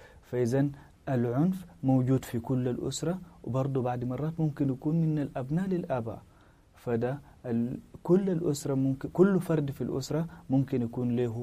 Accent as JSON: {"language": "Arabic", "country": "Sudan", "said": "إحنا كمجتمع سوداني"}